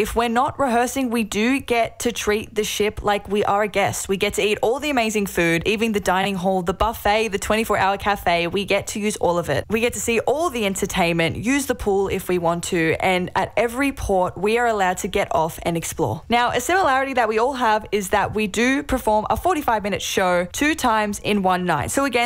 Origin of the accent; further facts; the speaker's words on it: Sydney, New South Wales, Australia; Now, for example, I am from Sydney, Australia, of course